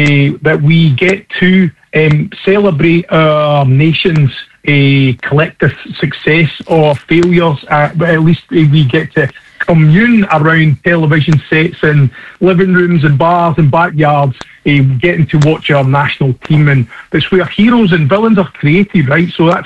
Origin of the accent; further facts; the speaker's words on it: Scotland, United Kingdom; accent: Scottish; obviously I am Scottish